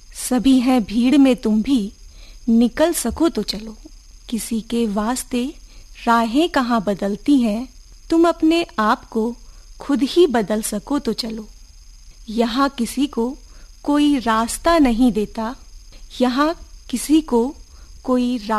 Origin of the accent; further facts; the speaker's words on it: Hasupur, Uttar Pradesh, India; असल में मेरा जन्म एक गांव में हुआ है। मैं सिंभावली के पास गांव हसुपुर से बिलोंग करती हूँ